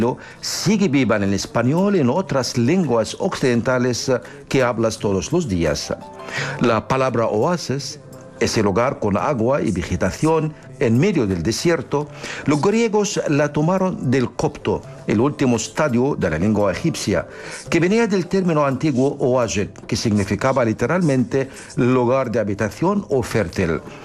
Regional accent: Egypt; moved away; Vamos a la tierra de los faraones, a mi tierra natal, a Egipto.

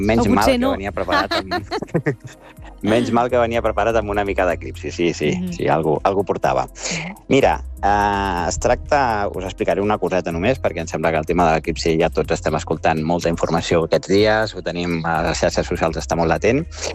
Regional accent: Galicia, Spain; Mireu, jo sóc de Galícia, ara mateix estic al poble perquè venen a les festes majors

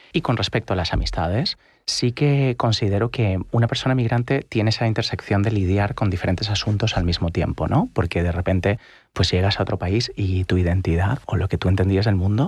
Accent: Italy; now in Spain

